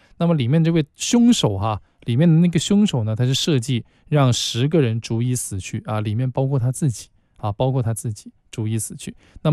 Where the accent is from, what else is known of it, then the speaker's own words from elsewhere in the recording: China; 我们中国人